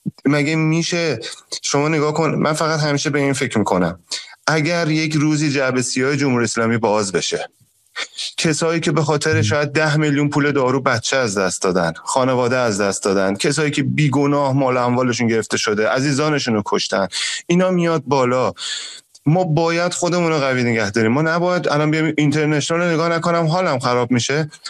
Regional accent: Fardis, Alborz, Iran; moved away; من از توی شهر فردیس بزرگ شدم، تو حومه کرج

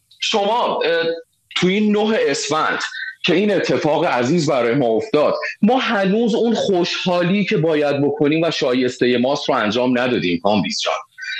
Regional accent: Qom, Iran; born there; چون اینجا شهرمونه، چون اینجا تو این شهر به دنیا اومدیم

